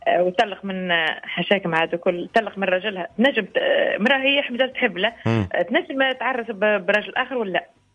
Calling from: Sousse, Sousse Governorate, Tunisia

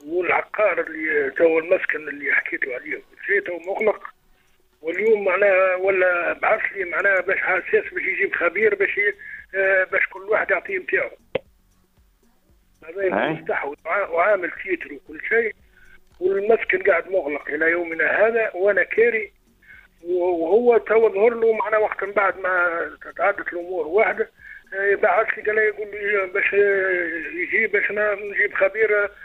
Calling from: Tunisia; من الرخيه.

